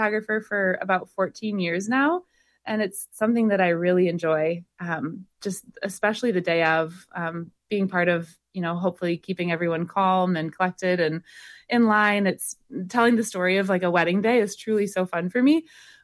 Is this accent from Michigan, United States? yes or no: yes; Grand Rapids, Michigan, United States; born or raised there